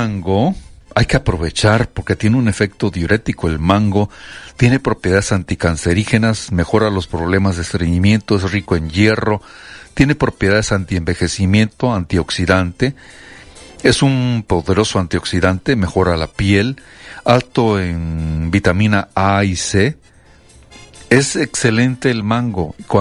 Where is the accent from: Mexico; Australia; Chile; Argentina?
Mexico